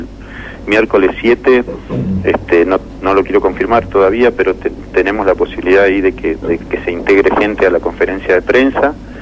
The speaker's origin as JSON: {"language": "Spanish", "town": "General Roca", "region": "Río Negro", "country": "Argentina", "said": "soy de Roca, ¿no? Soy de acá."}